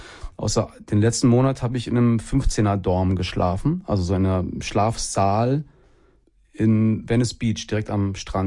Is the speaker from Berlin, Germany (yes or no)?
no; Hesse, Germany; also ich bin im Dorf groß geworden, so. Hab dann in Gießen mein Abi gemacht und danach irgendwie, ja, auch von der Welt noch nicht viel gesehen gehabt